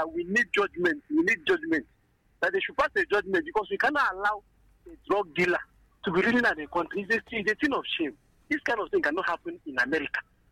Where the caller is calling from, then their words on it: Enugu, Enugu State, Nigeria; I'm from Enugu.